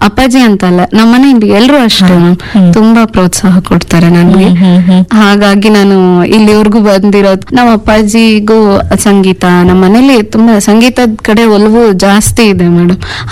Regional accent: Karnataka, India; also born or lived in Harapanahalli; ಅದಾದ್ಮೇಲೆ ನಮ್ಮೂರಿಂದ 1-2 ಕಿಲೋಮೀಟರ್ ದೂರ ಸಾಸಿವೆಯಲ್ಲಿ ಅಂತ, ಅಲ್ಲಿ ನನ್ನ ಹೈಸ್ಕೂಲ್ ಎಜುಕೇಶನ್ ಅಲ್ಲೇ ಮ್ಯಾಮ್ 8th, 9th, 10th ಅಲ್ಲಿ ಓದಿದ್ದು. ಅಲ್ಲಿಂದ ಪಿ ಯು ಸಿ ಹರಪನಹಳ್ಳಿ.

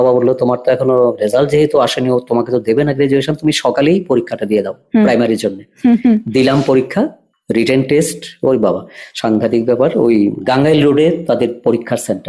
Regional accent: Tripura, India; born there

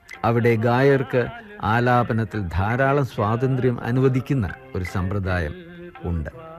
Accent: North India, India; 10-15 കൊല്ലം അങ്ങനെ മലയാളം സിനിമാ ഗാനങ്ങൾ കേൾക്കാൻ സാധ്യതയില്ലാത്ത സാഹചര്യത്തിലായിരുന്നു ഞാൻ വളർന്നത്. വടക്കേന്ത്യയിൽ ഞാൻ ഹിന്ദുസ്ഥാനി സംഗീതം പഠിച്ചു.

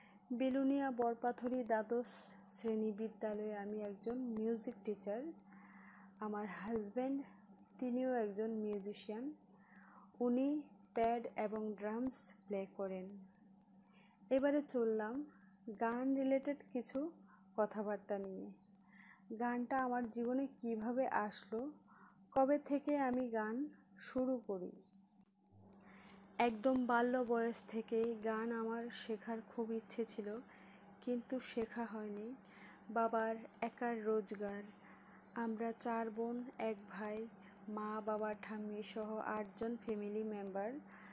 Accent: Agartala, Tripura, India; moved away as an adult; now in Belonia, India; আমার জন্ম আগরতলা প্রতাপগড়। প্রতাপগড় রামঠাকুর গার্লস স্কুলে 10th পাশ করি, তারপর 11-12 কৃষ্ণনগর বিজয় কুমার স্কুলে পাস আউট হই, দেন Agartala Lichubagan Sachin Debbarman government music college থেকে বি মিউজিক কমপ্লিট করি।

